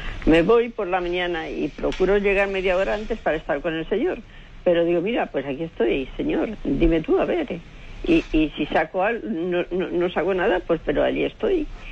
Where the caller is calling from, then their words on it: Madrid, Community of Madrid, Spain; soy aquí de Madrid.